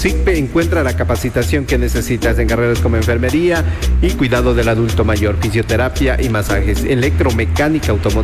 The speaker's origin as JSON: {"language": "Spanish", "country": "Ecuador", "said": "Somos buenos ecuatorianos"}